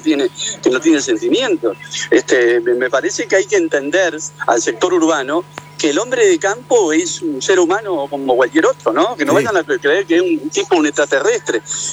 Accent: Uruguay; now in Argentina; yo soy uruguayo y me corresponde la general de la ley decirlo, y estoy en Argentina, vivo en Argentina, como de Argentina, tengo una hija argentina, una mujer argentina, me radiqué aquí

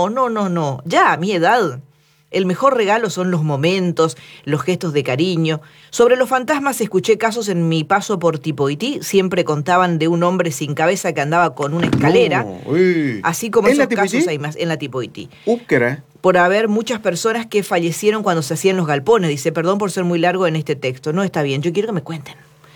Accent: Argentina

